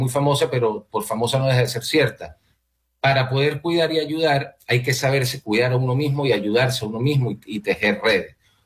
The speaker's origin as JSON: {"language": "Spanish", "country": "Venezuela", "moved": "yes", "said": "a todos como venezolanos, los que estamos en este momento por fuera, los que han migrado y los que están dentro, porque a todos nos impacta."}